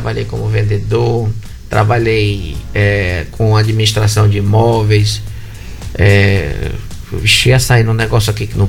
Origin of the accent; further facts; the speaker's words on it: Fortaleza, Ceará, Brazil; born there; now in Mossoró, Brazil; Nasci em Fortaleza